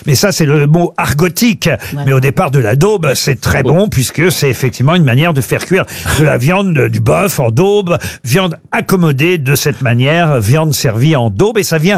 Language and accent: French; France; ce qui est le cas chez nous en France